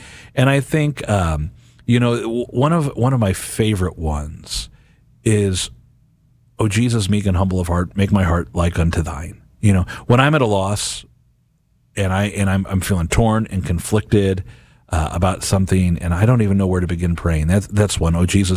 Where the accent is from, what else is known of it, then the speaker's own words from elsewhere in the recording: St. Louis, Missouri, United States; because I grew up in St. Louis. Where'd you go to high school?